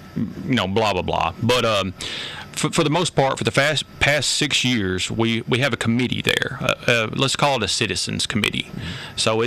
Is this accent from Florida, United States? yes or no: no; Arkansas, United States; My family's from Pine Tree. Okay. On my dad's side. I'm actually from Albury, which is, you know, just outside Marianna.